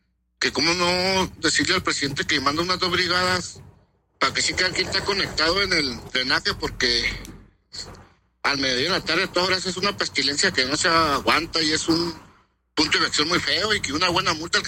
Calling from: Mexico; soy del Rancho Altavista.

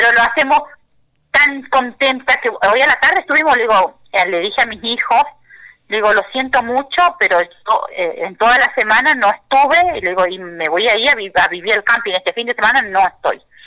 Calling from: Villa Ocampo, Santa Fe, Argentina; Buenas tardes … de Villa Ocampo les habla.

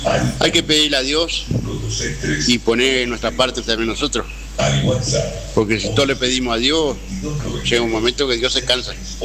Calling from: Argentina

